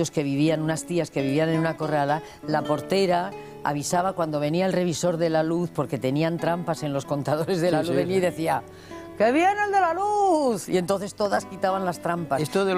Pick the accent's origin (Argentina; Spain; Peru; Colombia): Spain; Madrid, Community of Madrid; cuando me preguntan, ¿dónde nació usted? Digo, en Madrid, en la calle de La Paloma